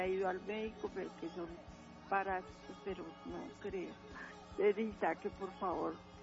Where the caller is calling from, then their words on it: Bogotá, Colombia; Me llamaba aquí en Kennedy, en mi casa